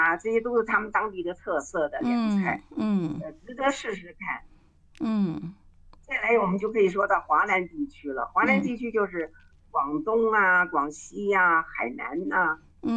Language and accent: Chinese; Taiwan; 就像我们台湾人吃的这个那个什么，仙草，